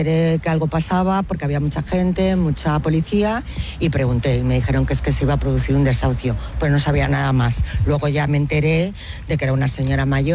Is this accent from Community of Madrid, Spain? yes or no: yes; Madrid, Community of Madrid, Spain; yo no provengo de este barrio, vengo de un barrio de Pueblo Nuevo, al lado de, en Ciudad Lineal, que es un barrio normal y corriente